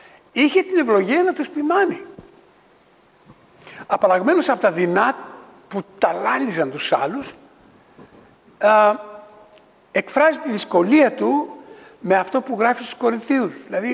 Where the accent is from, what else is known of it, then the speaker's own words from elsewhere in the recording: Thessaloniki, Central Macedonia, Greece; moved away; Δεν το λέω επειδή είμαι Θεσσαλονικιός, όχι. Άμα ξύσεις λίγο θα δεις Κρήτη γράφει πάνω.